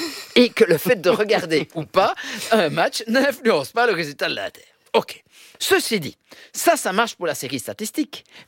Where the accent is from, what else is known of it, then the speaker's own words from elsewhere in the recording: Milan, Lombardy, Italy; born there; because quelque part je suis né à Milan.